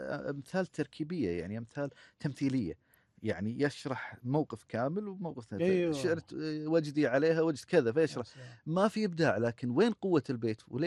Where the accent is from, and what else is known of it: Kuwait